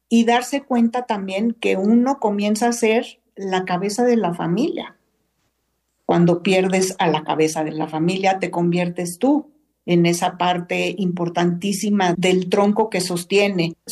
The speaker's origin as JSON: {"language": "Spanish", "country": "Mexico", "said": "así somos las mujeres mexicanas."}